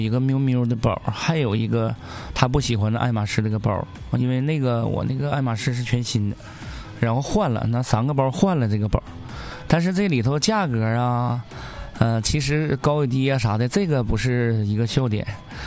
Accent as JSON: {"language": "Chinese", "region": "Northeast China", "country": "China", "accent": "Northeastern", "said": "用咱们东北话讲"}